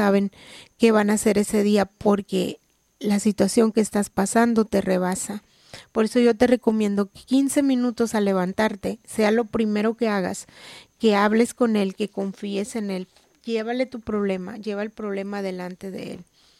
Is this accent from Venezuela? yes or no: no; Mexicali, Baja California, Mexico; Yo soy de aquí, de Mexicali